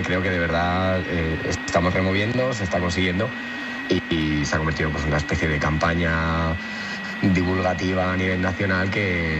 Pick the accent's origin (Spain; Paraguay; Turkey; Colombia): Spain; Madrid, Community of Madrid; now in Sevilla la Nueva, Spain; En Ventas, yo soy de Madrid, en el de el Manuel Becerra, el número 2.